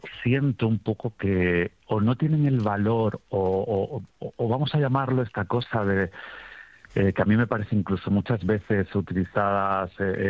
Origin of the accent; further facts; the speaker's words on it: Montánchez, Extremadura, Spain; años, cuando se creó el Jarramplas, el Peropalo, los negritos, o los gurramachos en Montanche, en mi pueblo?